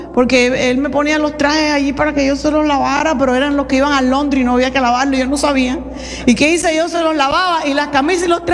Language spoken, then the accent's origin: Spanish; Cuba; Yo soy cubana, mi familia era atea, no conocí al Señor, crecí como atea. Después fui santera, espiritista.